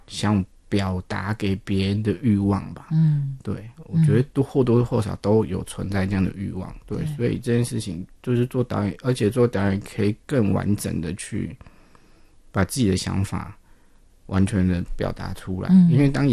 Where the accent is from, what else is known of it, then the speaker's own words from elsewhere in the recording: Taiwan; first language Taiwanese Hokkien; Chinese is a second language; 我都比较强调用我的母语，就是台语做创作。